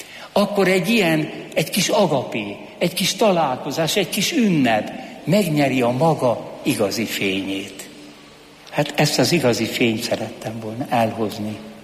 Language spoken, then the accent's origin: Hungarian; Hungary; Én római katolikus vagyok, és magyar vagyok.